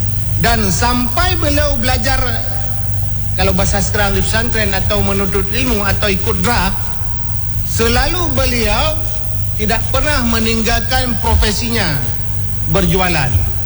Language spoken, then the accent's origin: Indonesian; Samalanga, Aceh, Indonesia; Karena 174 km kampung saya di Beteli, Samalanga.